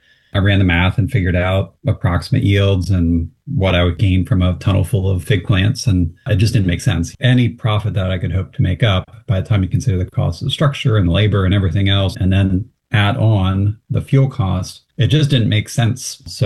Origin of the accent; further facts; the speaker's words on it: Pennsylvania, United States; Growing up in Pennsylvania, I could never conceive of growing something like that outside of a pot.